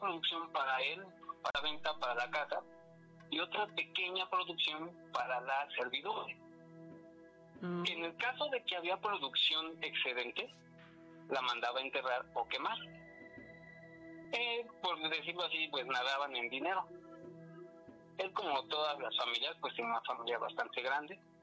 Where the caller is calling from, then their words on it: Mexico City, Mexico; Nos escuchamos desde la alcaldía Venustiano Carranza.